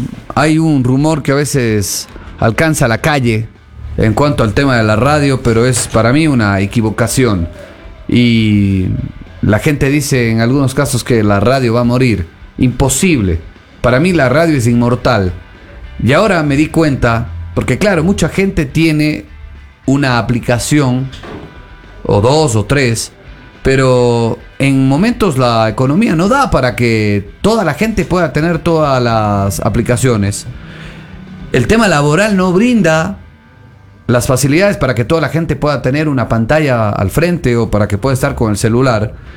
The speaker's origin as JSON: {"language": "Spanish", "country": "Ecuador"}